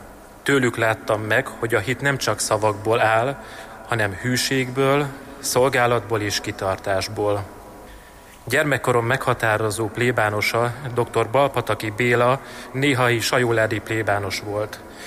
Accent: Sajópetri, Borsod-Abaúj-Zemplén, Hungary; born or raised there

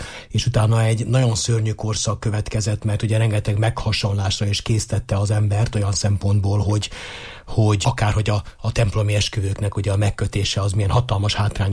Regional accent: Zrenjanin, Vojvodina, Serbia; born or raised there; moved away

